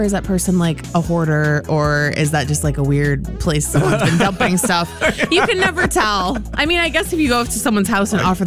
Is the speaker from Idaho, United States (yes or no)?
no; Saco, Maine, United States; So even in my hometown, there's these little hidden gems.